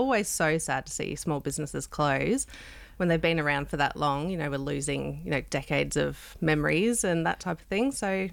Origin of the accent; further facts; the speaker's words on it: Logan, Queensland, Australia; Look, as a kid, I grew up in the Logan area, and our holiday destination was Coolangatta.